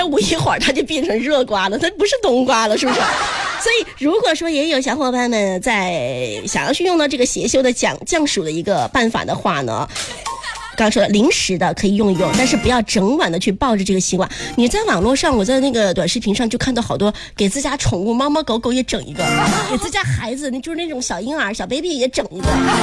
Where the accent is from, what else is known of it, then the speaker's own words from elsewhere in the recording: Sichuan, China; accent: Sichuanese; 就我们四川话叫老辈子